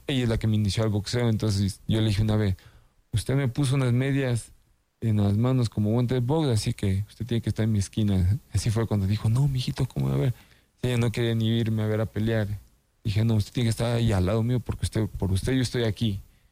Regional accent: Sierra, Ecuador; se viene algo a lo ecuatoriano y a lo bien serrano, porque soy serrano

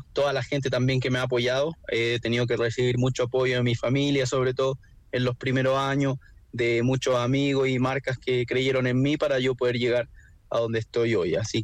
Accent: Chile

